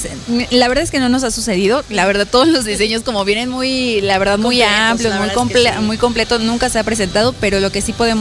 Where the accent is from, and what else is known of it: Mexico